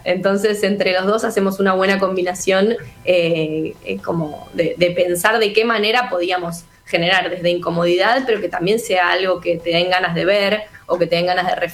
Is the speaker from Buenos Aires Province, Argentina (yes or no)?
yes; Balcarce, Buenos Aires Province, Argentina; Estuvimos en Balcarce, que es mi ciudad